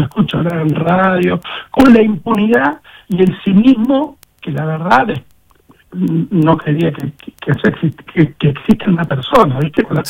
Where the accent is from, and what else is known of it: Pico Truncado, Santa Cruz, Argentina